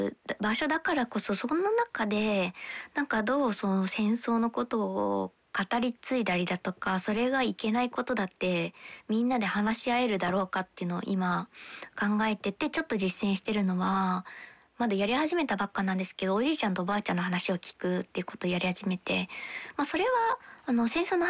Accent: Gunma, Japan; 私もう群馬出身なんで、

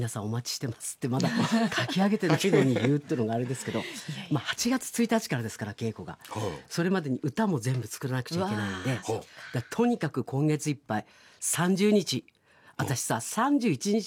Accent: Yamagata, Japan; born there; moved away; まあ山形生まれなんで

